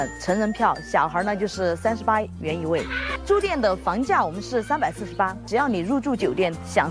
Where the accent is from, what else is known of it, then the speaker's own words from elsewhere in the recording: Beijing, China; 我来自北京